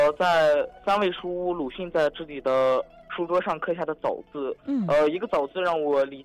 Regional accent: Ordos, Inner Mongolia, China; 我是来自内蒙古鄂尔多斯市第6中学的

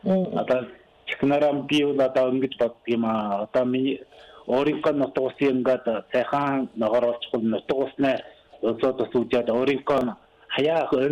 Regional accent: Inner Mongolia, China; Одоо манай нутаг одоо өвөр Монголд яваг байхгүй.

